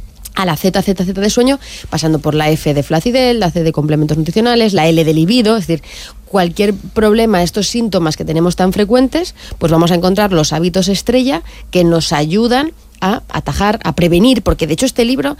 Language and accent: Spanish; Cuenca, Castilla-La Mancha, Spain; Bueno, yo soy de Cuenca, mi pueblo se dice o la gran sequía o la gran remoja.